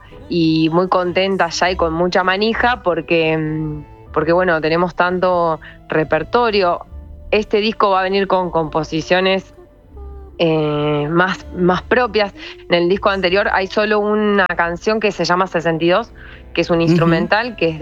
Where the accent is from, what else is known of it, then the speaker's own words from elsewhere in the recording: Río Negro, Argentina; Yo soy de Río Negro.